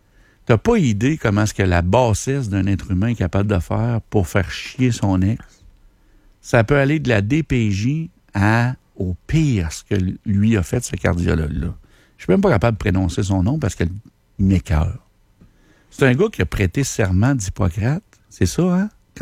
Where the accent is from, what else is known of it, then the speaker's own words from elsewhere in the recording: Quebec, Canada; Bon, je sais qu'on est Québécois.